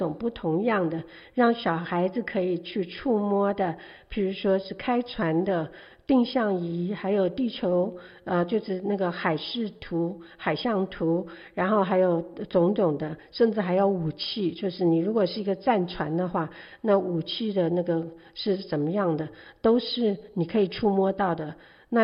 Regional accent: China; 那跟我们中国人是非常不一样的。

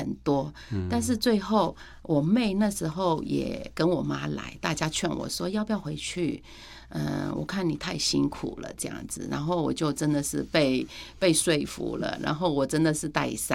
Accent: Myanmar; 有人问我，我一直都是说我是缅甸人。

